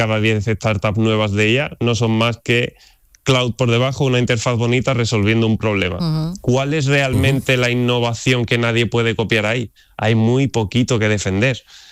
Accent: Andalusia, Spain; La verdad que me sorprendió porque, aun siendo andaluz y todo, era mi primera vez en el Al-Ándalus.

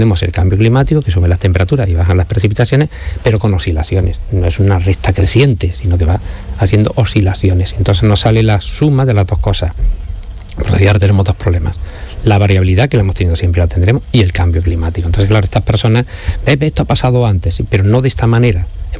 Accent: Andalusia, Spain

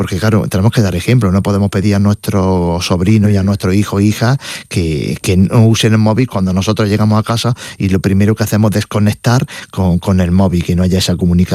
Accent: Granada, Andalusia, Spain; También de granadino y de Granada, de mi tierra y también castellano.

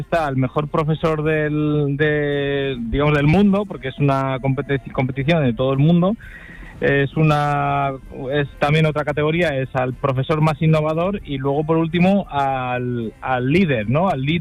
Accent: Jerez de la Frontera, Andalusia, Spain; podemos estar todos muy orgullosos como jerezanos, como gaditanos, porque hay gente de toda la provincia aquí

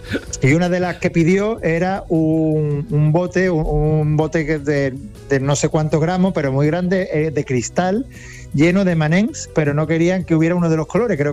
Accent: Seville, Andalusia, Spain; tenemos muchas ganas de, como sevillana, también tenerla en la Plaza de España.

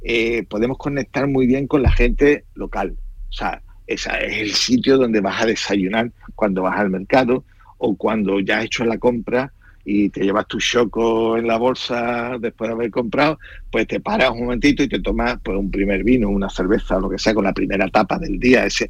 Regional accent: El Puerto de Santa María, Andalusia, Spain; Yo soy del puerto de Santa María, ¿no? Y de la provincia de Cádiz

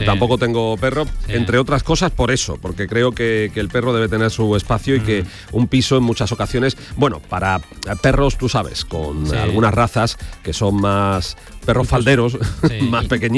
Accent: Andalusia, Spain; por lo menos en las que yo conozco, las de mi tierra, en las del Marco de Jerez, hay un microclima

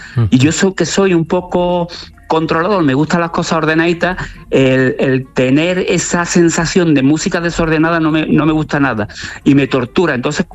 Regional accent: Córdoba, Andalusia, Spain; el del niño de barrio en Córdoba, en mi ciudad natal, ese niño de San Agustín, de San Lorenzo, que vivía en una familia terriblemente humilde

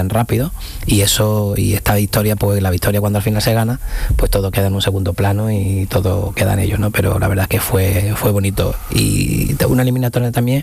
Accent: Seville, Andalusia, Spain; yo que soy de Sevilla, pues el estadio estaba lleno de muchos amigos

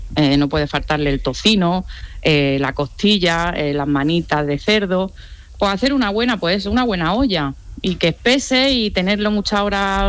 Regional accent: Barcelona, Catalonia, Spain; Yo vine de Barcelona. Yo aprendí pues todo lo que son las comidas de aquí

